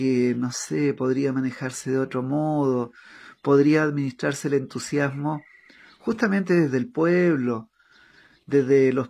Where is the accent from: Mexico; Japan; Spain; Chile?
Chile; moved away as an adult; now in Paraguay; ustedes saben que yo soy chileno, pero no me digan chileno a secas, porque yo llevo 14 años viviendo en Paraguay y tengo dos pequeños que son paraguayitos.